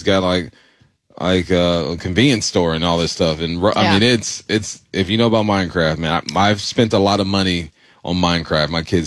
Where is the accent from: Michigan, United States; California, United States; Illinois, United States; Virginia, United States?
California, United States; Culver City; born there; I went to Culver City.